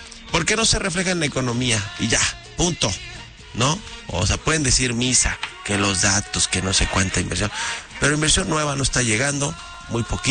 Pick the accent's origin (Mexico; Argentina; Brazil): Mexico; a mí me gusta el mes de septiembre porque sí me siento muy muy mexicano y me encantan esos festejos patrios